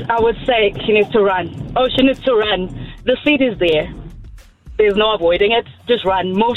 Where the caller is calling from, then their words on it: Hatfield, Gauteng, South Africa; I am driving to work. I'm currently in Hatfield.